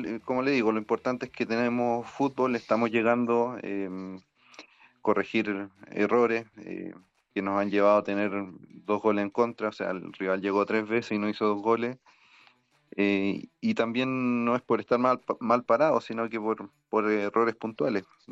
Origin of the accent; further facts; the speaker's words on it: Puerto Montt, Los Lagos, Chile; yo soy de Puerto Montt, jugué en Deportes Puerto Montt